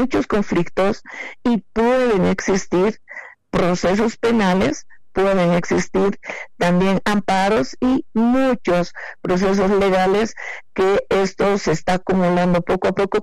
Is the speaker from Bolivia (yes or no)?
yes; Potosí, Bolivia; Porque soy potosina, expresidente cívica y además quiero y amo esta tierra.